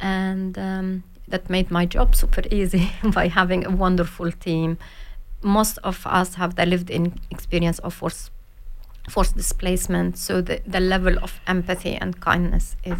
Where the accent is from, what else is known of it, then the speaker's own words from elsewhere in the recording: Lebanon; moved away; I was born in Lebanon in the middle of the civil war.